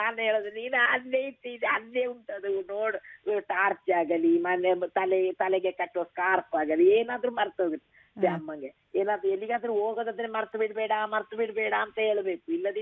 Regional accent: Kodagu, India; first language Kodava; Kannada is a second language; ನಾವು ಮೂಲತಃ ಕೊಡವ ಭಾಷೆಯವರು.

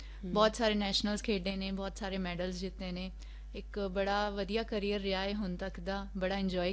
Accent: Shahabad Markanda, Haryana, India; ਮੈਂ ਹਰਿਆਣਾ ਸਟੇਟ ਤੋਂ ਬਿਲੋਂਗ ਕਰਦੀ ਹਾਂ, ਕੁਰੂਕਸ਼ੇਤਰਾ ਡਿਸਟ੍ਰਿਕਟ ਸ਼ਾਬਦ ਮਾਰਕੰਡਾ ਦੀ ਰਹਿਣ ਵਾਲੀ ਹਾਂ।

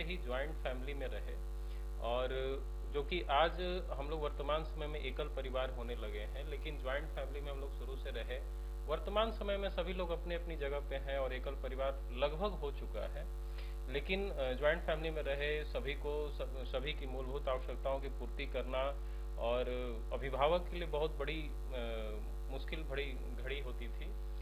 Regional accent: Varanasi, Uttar Pradesh, India; जी, मेरा बचपन बनारस में गुजरा, मेरा जन्म बनारस का है

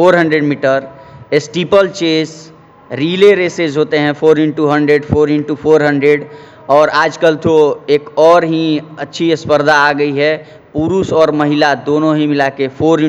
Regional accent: Bihar, India

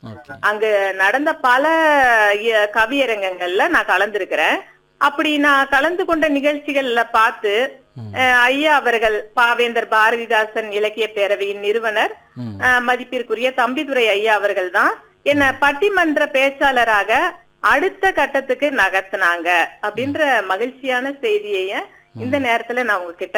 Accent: Tamil Nadu, India; now in Pollachi, India; என்னோட சொந்த ஊர் சேலம் மாவட்டம், ஆத்தூர் பக்கத்துல இருக்கக்கூடிய ஒரு சிறிய கிராமம். அங்க எனக்கு அதுக்கான வாய்ப்பு எதுவுமே கிடைக்கல. ஆனா நான் கோவை மாவட்டம் பொள்ளாச்சிக்கு இடம்பெயர்ந்த பின்னாடி

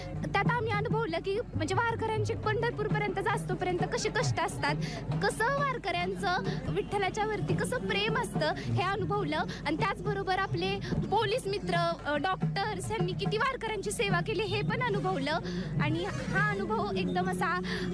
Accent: Hingangaon, Maharashtra, India; म्हणजे आम्ही इथलंच आहे, हिंगणगावचंच आहे

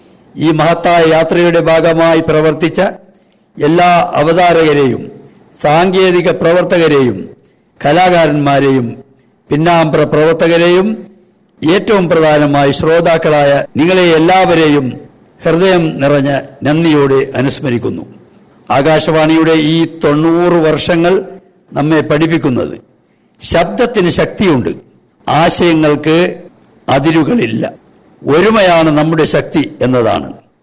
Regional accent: Lakshadweep, India; also born or lived in Kozhikode; എന്റെ ദ്വീപിൽ ആദ്യകാലത്ത് വൈകുന്നേരം 5 മണി മുതൽ 9 മണി വരെ ആകാശവാണി പ്രോഗ്രാം ലൗഡ് സ്പീക്കർ ഉപയോഗിച്ച് പൊതുജനങ്ങളെ കേൾപ്പിക്കുമായിരുന്നു.

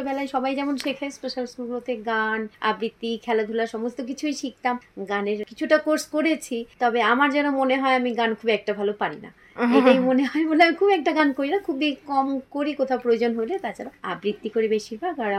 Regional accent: Cooch Behar, West Bengal, India; তারপর স্কুলে বড় হলাম, ওখানেও সবারই খুব কাছে ছিলাম, ভীষণ আদর যত্নে বড় হয়েছি, এনএলএস স্কুল ফর দা ব্লাইন্ড কুচবিহারে।

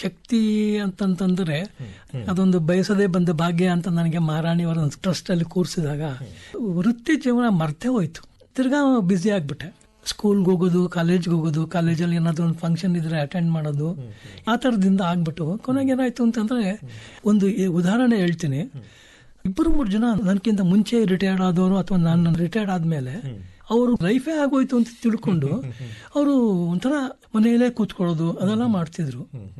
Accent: Mysore, Karnataka, India; born there

